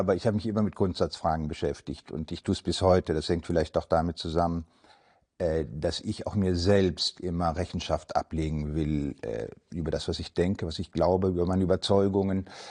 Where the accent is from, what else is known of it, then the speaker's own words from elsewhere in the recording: Müllheim, Baden-Württemberg, Germany; also born or lived in Freiburg; Ich war in Mülheim, Baden, geboren in Badenweiler, zur Schule gegangen, zum Gymnasium gegangen in Mülheim, Baden.